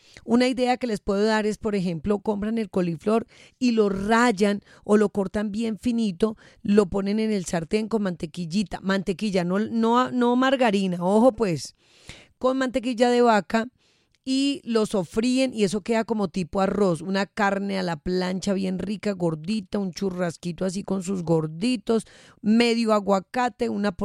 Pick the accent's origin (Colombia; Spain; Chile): Colombia; Boyacá; Se van para Boyacá, mi tierra querida.